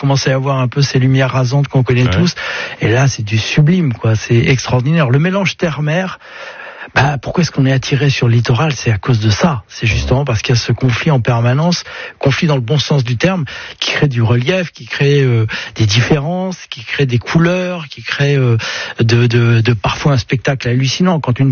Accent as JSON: {"language": "French", "region": "Brittany", "country": "France", "said": "je suis breton et puis je le ressens profondément, donc de la vallée de la Rance juste derrière Saint-Malo"}